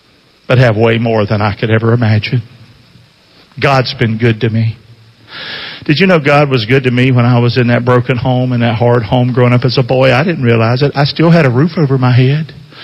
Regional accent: the Carolinas, United States; See, I'm from there. I'm from Carolina. He ain't.

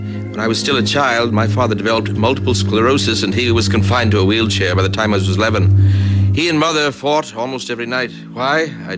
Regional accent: England, United Kingdom; Oh, England, originally.

